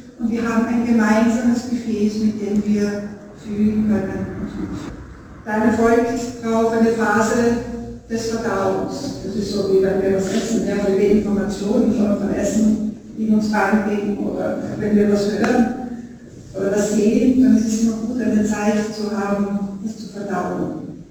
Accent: Spital am Pyhrn, Upper Austria, Austria; Also ich habe meine gesamte Kindheit und meine Jugend im Spital am Hürn verbracht.

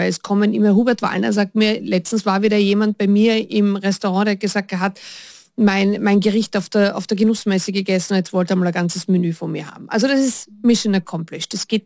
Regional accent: Carinthia, Austria; also ich komme aus der Gegend, ich bin ja aufgewachsen im Mölltal und der Weißensee war für mich immer ein echtes Heimspiel mit Eislauf und so.

